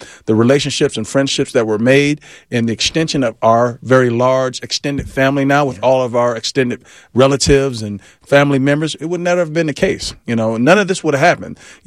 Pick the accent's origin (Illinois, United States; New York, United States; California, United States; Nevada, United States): Nevada, United States; Las Vegas; moved away; Like, we grew up together in Las Vegas.